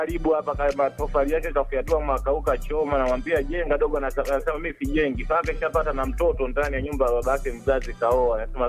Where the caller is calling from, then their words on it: Dodoma, Tanzania; Dodoma hapa Njiro Lusinde.